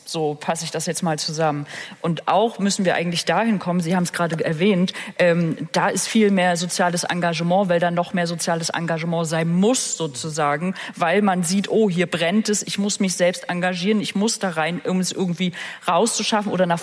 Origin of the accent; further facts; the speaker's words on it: Rostock, Mecklenburg-Vorpommern, Germany; weil ich komme aus Rostock-Schmal. Das wurde früher Ghetto genannt.